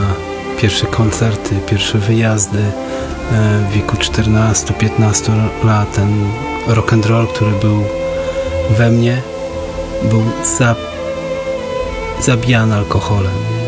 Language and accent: Polish; Szczecin, West Pomeranian Voivodeship, Poland; jestem ze Szczecina